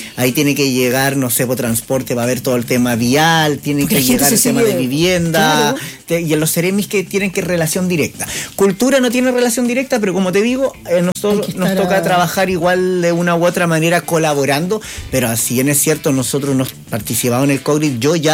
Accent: Monte Patria, Coquimbo, Chile; yo soy de Montepatria.

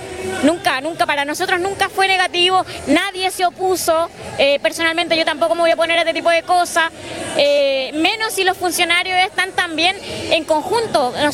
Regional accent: Coquimbo, Chile; que yo soy de Pan de Azúcar

